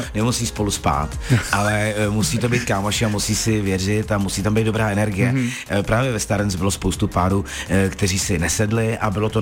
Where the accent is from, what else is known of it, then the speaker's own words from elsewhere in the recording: Loket, Karlovy Vary Region, Czechia; moved away as an adult; also born or lived in Ostrava / Ústí nad Labem; já jsem z Lokte nad Ohří, to je u Karlových Varů